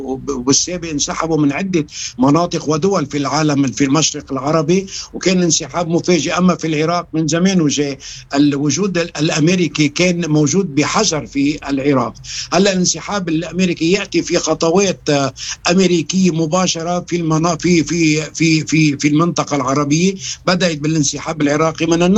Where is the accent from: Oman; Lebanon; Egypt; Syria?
Lebanon; ونحن كلبنانيين نسعى أن تضغط أمريكا أكثر